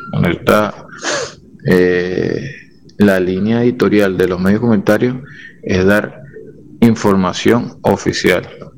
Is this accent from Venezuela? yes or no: yes; Venezuela